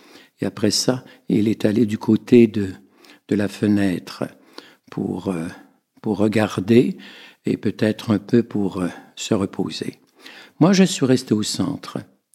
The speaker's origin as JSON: {"language": "French", "region": "Centre-Val de Loire", "country": "France", "said": "Donc, la Beauce, c'est aussi ma région natale. Je suis Beauceron."}